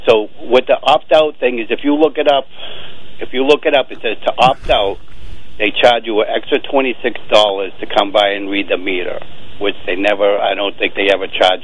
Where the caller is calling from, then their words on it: Swampscott, Massachusetts, United States; from Swampscott, first time, long time.